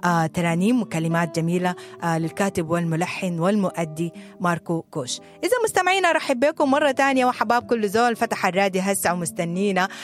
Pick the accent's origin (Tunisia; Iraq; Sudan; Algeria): Sudan; نحن كسودانيين